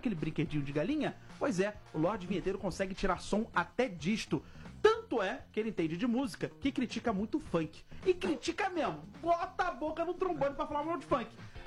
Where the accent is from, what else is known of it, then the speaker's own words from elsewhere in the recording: Rio de Janeiro, Brazil; accent: carioca; moved away as an adult; Pode ser, ele também é carioca e também viveu até uns 19 anos no Rio.